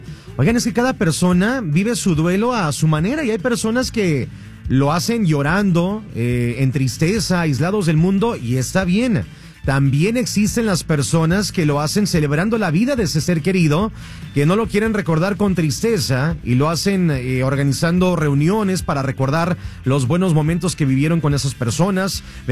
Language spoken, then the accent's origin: Spanish; Zacatecas, Mexico; now in Las Vegas, United States; Nos vamos hasta mi tierra, Zacatecas